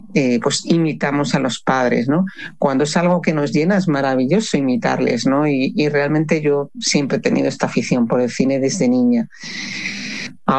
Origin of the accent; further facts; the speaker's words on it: Pamplona, Navarre, Spain; Y si yo asocio mi infancia, que yo vivía en Pamplona cuando era niña, pues recuerdo esos momentos en los que yo con mi padre y mis hermanos íbamos al cine con mis primos, ¿no?, navarros